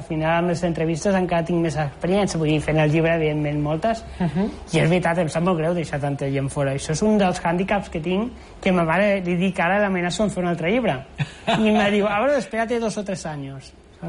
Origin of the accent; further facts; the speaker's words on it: Tarragona, Catalonia, Spain; Soc de Tarragona, sí, sí.